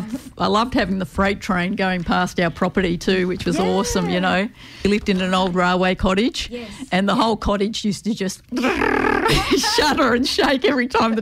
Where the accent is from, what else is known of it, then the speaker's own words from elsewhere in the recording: Victoria, Australia; moved away as an adult; also born or lived in Melbourne; now in Adelaide, Australia; I'm originally from Victoria.